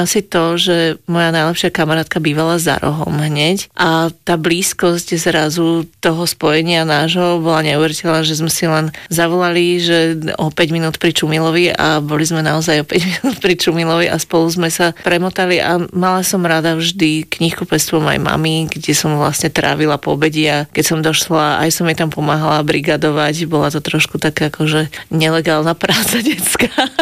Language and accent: Slovak; Bratislava, Bratislava Region, Slovakia; Ja som dieťa Petržalky a vyrastala som tam do nejakých mojich 12 rokov. Tam som chodila aj do školy základnej